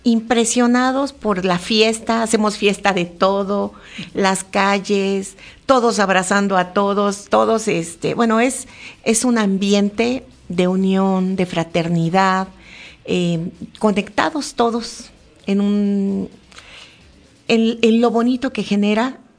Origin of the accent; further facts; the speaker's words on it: Mexico; en lo que nos hace, pues, fuertes como mexicanos